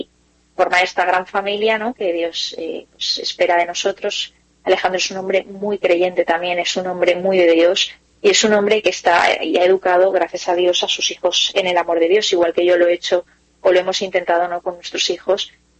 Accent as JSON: {"language": "Spanish", "town": "Valencia", "region": "Valencian Community", "country": "Spain", "said": "yo soy de Valencia, y me fui a Madrid a una cosa que tenemos de católicos"}